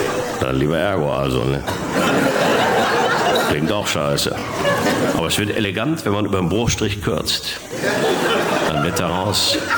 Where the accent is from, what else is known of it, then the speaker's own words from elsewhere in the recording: North Rhine-Westphalia, Germany; Komm, ich komme aus dem Ruhrgebiet und bei uns zu Hause fangen eigentlich alle Sätze mit also an.